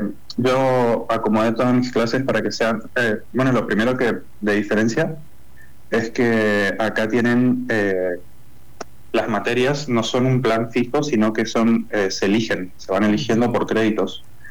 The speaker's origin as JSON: {"language": "Spanish", "country": "Argentina", "moved": "as an adult", "lives_now": "Ciudad Juárez, Mexico", "said": "es la casa que estoy viviendo, es una casa compartida entre estudiantes de intercambio. Somos seis estudiantes de intercambio que venimos de distintos países. Somos tres de Argentina, dos de Colombia y uno de Brasil."}